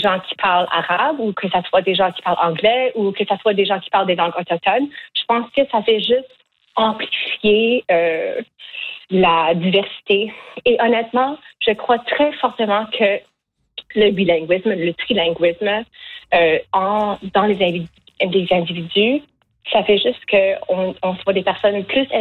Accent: Acadia, Canada; born there; Donc, moi, en tant que personne qui était née en Acadie, moi, je ne trouve pas que mon accent est laid. Je trouve que mon français, tu sais, j'ai grandi entre deux langues

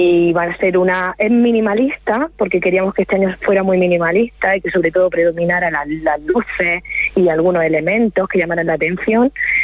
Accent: Caravaca de la Cruz, Region of Murcia, Spain; yo que soy aquí de Caravaca

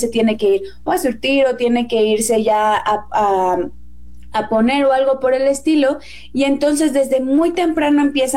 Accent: Mexico; honores porque mi sangre es guatemalteca, voy a decir yo. No, o sea, con mucho gusto por todo a México y me siento orgullosamente mexicana, pero pues también de mis raíces no me siento avergonzada.

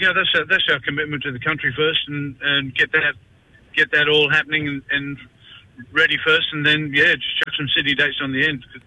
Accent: Alice Springs, Northern Territory, Australia; we're both country lads. I was born and raised in Alice Springs.

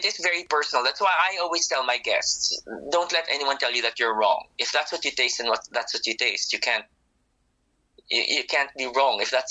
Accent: Philippines; So for example, I'm originally from the Philippines. For me, tropical flavors are pineapple and mango, not necessarily passion fruit.

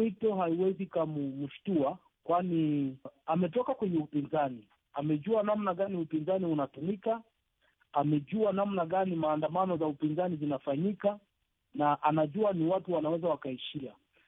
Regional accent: DR Congo; Kwangu mimi kama mkongomani

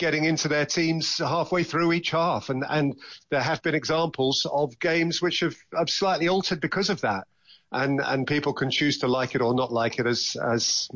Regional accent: England, United Kingdom; as an English man

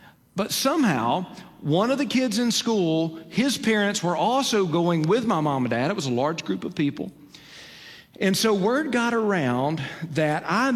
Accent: Alabama, United States; But I grew up in North Alabama, in Lawrence County, Alabama. We grew up on a cattle ranch, and it was Charlet cattle surrounding our home.

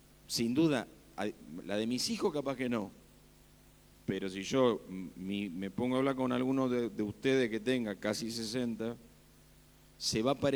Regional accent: Castelar, Buenos Aires Province, Argentina; yo me crié en Castelar, no es tan distinto. Está bien, no teníamos campo alrededor

